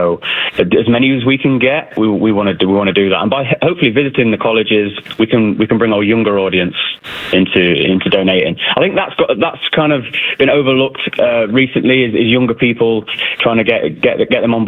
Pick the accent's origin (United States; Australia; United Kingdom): United Kingdom; we're two British creators